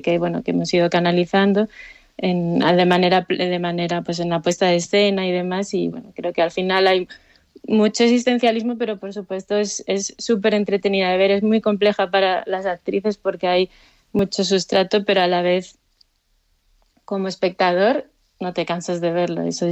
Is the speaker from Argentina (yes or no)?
no; Gijón, Asturias, Spain; now in Madrid, Spain; yo soy asturiana y era un interés muy grande el poder pues que se viera nuestro trabajo allí en el lugar que a mí también me ha visto crecer